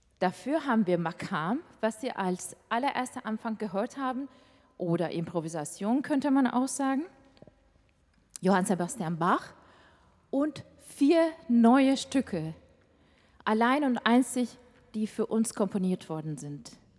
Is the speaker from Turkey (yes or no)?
yes; Istanbul, Turkey; German is a second language; moved away as an adult; now in Germany; Wir kommen beide aus Istanbul und sprechen dieselbe Sprache. Aber wir sind mit unterschiedlichen traditionellen Musiken aufgewachsen.